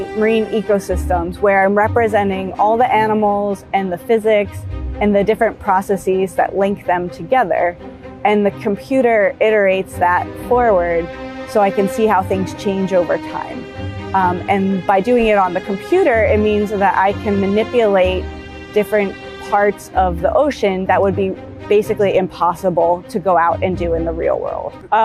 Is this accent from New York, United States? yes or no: no; Baltimore, Maryland, United States; I grew up in Baltimore, Maryland, which is right on the Chesapeake Bay.